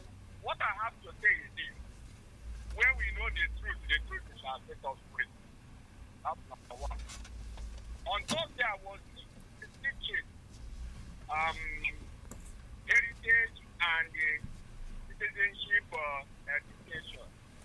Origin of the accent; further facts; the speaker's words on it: South East, Nigeria; I'm coming from Igbo.